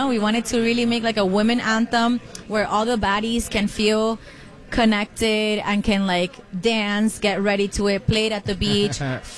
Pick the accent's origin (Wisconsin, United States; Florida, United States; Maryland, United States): Florida, United States; Miami; now in New York, United States; So I was raised in Miami, but now I'm living half and half.